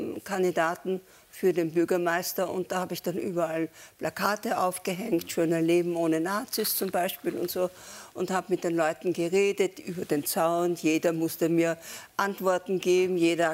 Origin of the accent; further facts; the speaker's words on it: Austria; now in Germany; Als Österreicher bin ich ja EU.